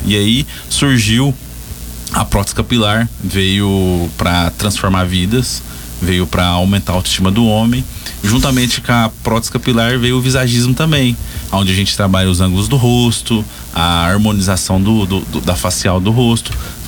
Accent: Uberlândia, Minas Gerais, Brazil; moved away as an adult; also born or lived in Santa Helena de Goiás, Goiás; Eu sou do interior do Goiás, Santa Helena de Goiás, mas fui criado até os 19 anos em Uberlândia, Minas Gerais, no Triângulo Mineiro. Cidade pequena, seus 100 mil habitantes ali. E cresci, aprendi na área da beleza e estamos aí, com 29 anos, casado

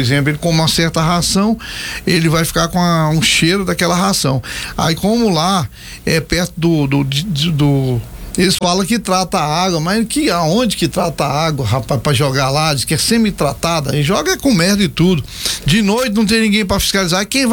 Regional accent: Paranoá, Federal District, Brazil; quando eu era menino, lá no Paranoá

